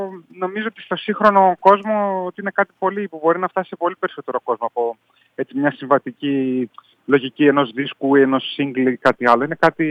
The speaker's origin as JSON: {"language": "Greek", "town": "Europos", "region": "Central Macedonia", "country": "Greece", "said": "εκεί στο χωριό μου, στον Εύρωπο."}